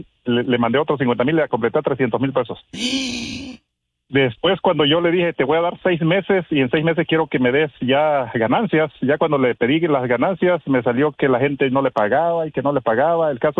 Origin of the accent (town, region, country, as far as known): Tabasco, Mexico; born there